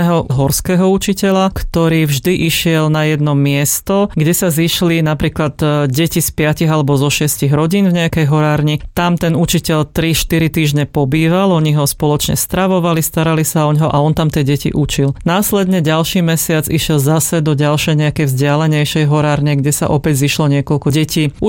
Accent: Smolenice, Trnava Region, Slovakia; pochádzam zo Smolenic a obec Smolenica aj okolité obce sú známe tým, že tam žili potomkovia huncokárov.

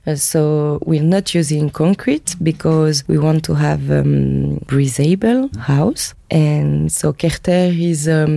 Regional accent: Brittany, France; English is a second language; I'm coming from the Breton part of France.

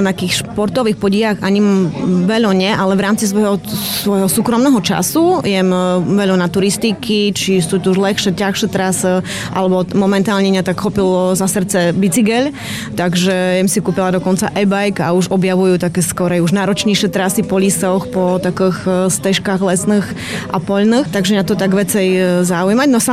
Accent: Košice Region, Slovakia; accent: Zemplín dialect; first language Zemplín dialect; moved away as an adult; now in Medzilaborce area, Slovakia; Takže pochádzam od Trebišova a tu jem sa medzi laborcoch jem sa vydala

